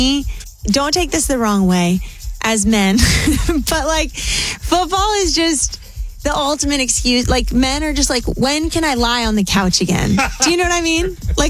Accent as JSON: {"language": "English", "region": "Northeast", "country": "United States", "said": "I'm from the Northeast"}